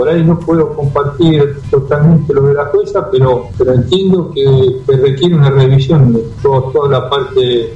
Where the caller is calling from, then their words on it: Bahía Blanca, Buenos Aires Province, Argentina; Buenas tardes … de Bahía Blanca.